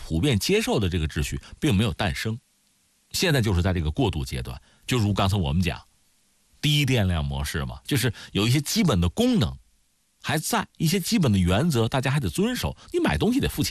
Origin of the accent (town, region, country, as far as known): China